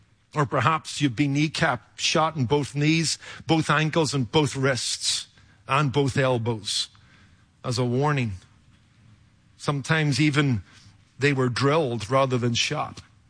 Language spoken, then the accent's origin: English; Northern Ireland, United Kingdom; I saw something of this growing up in Northern Ireland in a culture that was divided.